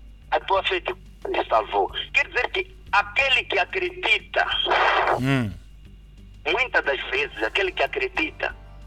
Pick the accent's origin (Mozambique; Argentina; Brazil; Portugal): Mozambique; Gilé district, Zambezia; eu sou da Zambésia, do distrito de Gelé